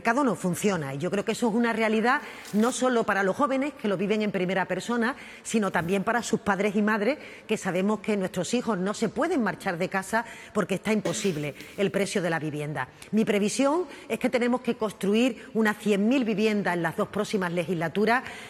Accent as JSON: {"language": "Spanish", "region": "Andalusia", "country": "Spain"}